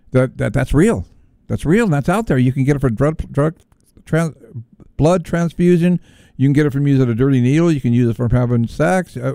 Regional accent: California, United States; and you know, that's sad and it sucks because that I'm from California, but it's probably true too.

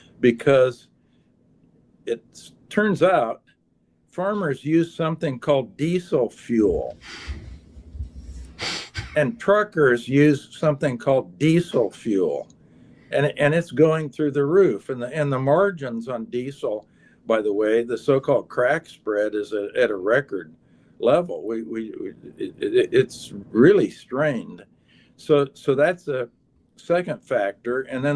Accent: Iowa, United States; moved away; the Midwest where I grew up in Iowa

